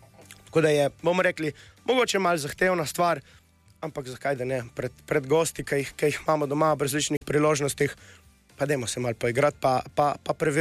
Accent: Gorica, Gorizia, Slovenia; now in Vipava Valley, Slovenia; Ser sem domačin Goričan, preseljen v Vipavsko dolino.

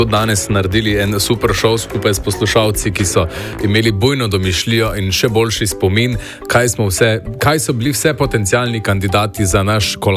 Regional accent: Styria, Slovenia; smo vam naredili mi Štajerci.

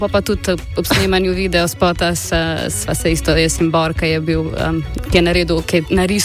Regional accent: Kisovec, Zasavje, Slovenia; mi smo vsi iz Kisovce.

